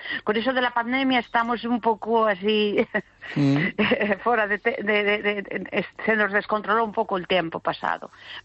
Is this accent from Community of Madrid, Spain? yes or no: yes; Madrid, Community of Madrid, Spain; Galician is a second language; now in Galicia, Spain; castelán, porque claro, eu son madrileña, ya ves que meu castrapo é